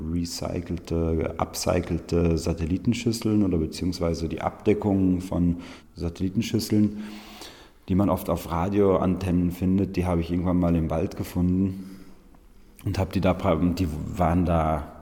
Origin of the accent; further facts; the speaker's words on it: Val Gardena, a Ladin valley, Trentino-Alto Adige, Italy; Also ich bin selber auf dem Bauernhof aufgewachsen, auf dem Bergbauernhof auf 1500 Metern im Gardatal, in einem ladinischen Tal, und bin deshalb aufgewachsen mit landwirtschaftlicher Arbeit